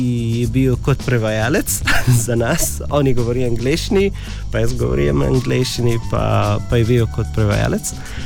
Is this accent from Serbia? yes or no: no; Palestine; Slovenian is a second language; also born or lived in Sanaa, Yemen; Jaz sem 24 let, jaz sem iz Palestina. In pol Egipčan tudi